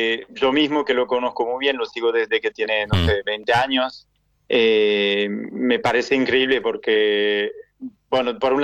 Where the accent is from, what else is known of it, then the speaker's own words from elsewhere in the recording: France; also born or lived in Argentina; now in Barcelona, Spain; soy francés y amo a Argentina, entonces me encuentro un poco entre los dos. Yo viví en Argentina